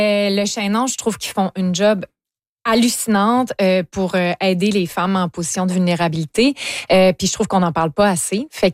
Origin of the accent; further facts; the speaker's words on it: Lévis, Quebec, Canada; moi, je viens de Lévis.